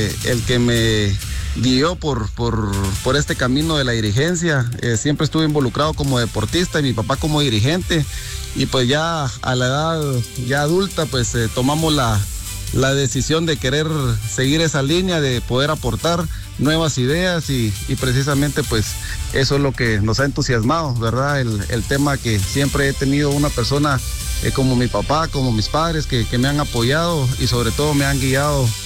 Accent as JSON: {"language": "Spanish", "country": "Guatemala", "said": "somos guatemaltecos"}